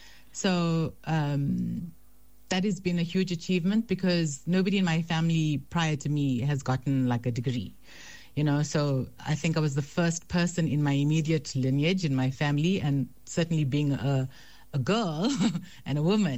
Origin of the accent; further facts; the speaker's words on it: Durban, KwaZulu-Natal, South Africa; moved away as an adult; now in Johannesburg, South Africa; I grew up in Durban, South Africa. So I think I was there for about 20-something years before I moved to Johannesburg.